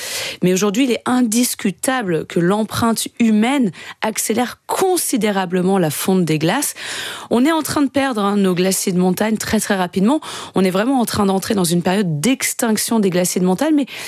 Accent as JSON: {"language": "French", "region": "French Alps", "country": "France", "tie": "born or raised there", "said": "Je suis née en France, dans les Alpes, au cœur des montagnes."}